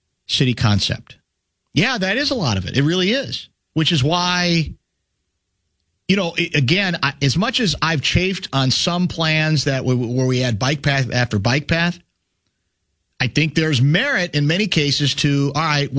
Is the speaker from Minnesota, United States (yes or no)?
yes; Shakopee, Minnesota, United States; When I was growing up in Shakopee, there was a residential grocery store, Christensen's Grocery, and it ran across the street from the school.